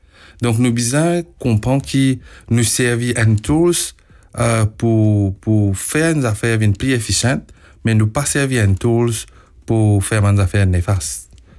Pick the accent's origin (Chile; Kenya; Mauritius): Mauritius; Là, quand on vient de Maurice, incluant man Mauricien qui est à l'étranger, exodi.